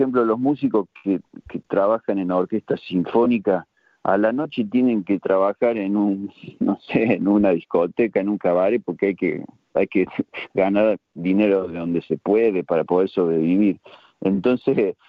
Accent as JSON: {"language": "Spanish", "region": "Córdoba", "country": "Argentina", "said": "Sí, bueno, mira, en mi caso, yo soy de Córdoba, Argentina"}